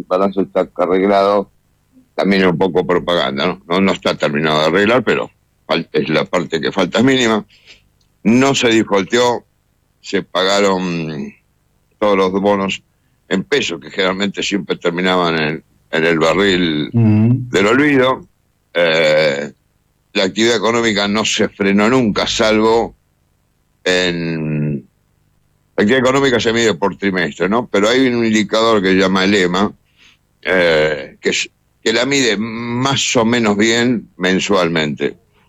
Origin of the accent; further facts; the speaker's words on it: Argentina; moved away as an adult; also born or lived in United States; no estaba en Argentina, pero lo seguía porque como argentino uno sigue todo.